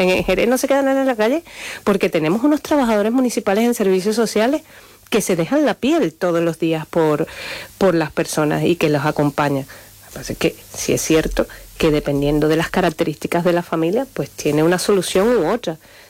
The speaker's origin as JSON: {"language": "Spanish", "country": "Venezuela", "moved": "yes", "lives_now": "Spain"}